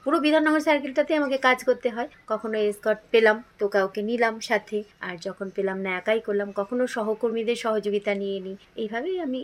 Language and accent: Bangla; Cooch Behar, West Bengal, India; তারপর স্কুলে বড় হলাম, ওখানেও সবারই খুব কাছে ছিলাম, ভীষণ আদর যত্নে বড় হয়েছি, এনএলএস স্কুল ফর দা ব্লাইন্ড কুচবিহারে।